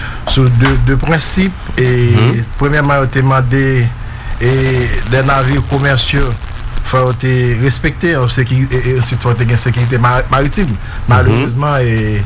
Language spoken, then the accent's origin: French; Haiti; Et la négritude, nous sommes des Noirs, nous qui sommes des Haïtiens.